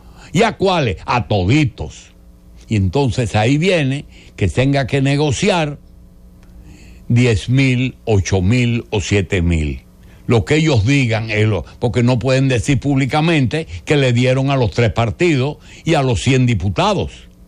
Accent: Dominican Republic; ¿qué es lo que está pasando en mi país?

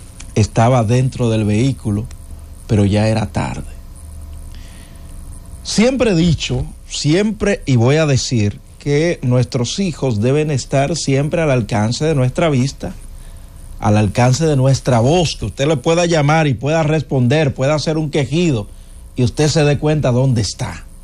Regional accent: Villa Altagracia, San Cristóbal, Dominican Republic; born there; en mi pueblo, Villa Altagracia

